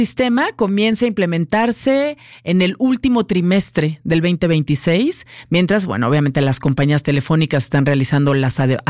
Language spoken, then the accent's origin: Spanish; Mexico; Esto la verdad es que como mexicanos nos debe hacer sentir mucho orgullo.